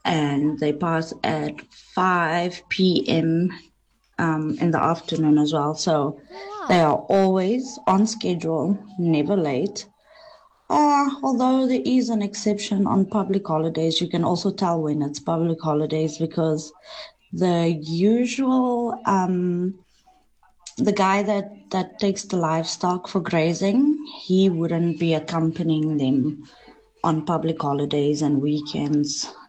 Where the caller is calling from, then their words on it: Limpopo, South Africa; I stay in Limpopo in the village